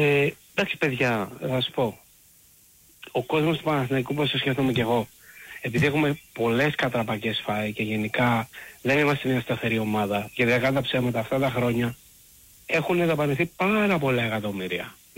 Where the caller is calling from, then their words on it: Corinth, Peloponnese, Greece; από Κόρινθο.